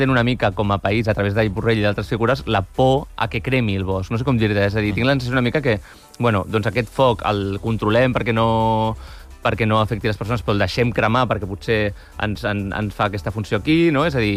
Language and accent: Catalan; Catalonia, Spain; Ets el Sobirà també, doncs mira, som del mateix Pallars, llavors.